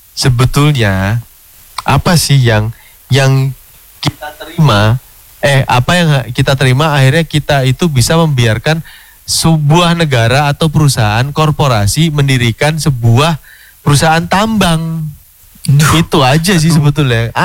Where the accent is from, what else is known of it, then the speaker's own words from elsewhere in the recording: Yogyakarta, Special Region of Yogyakarta, Indonesia; sebagai warga Yogyakarta Jogja banget.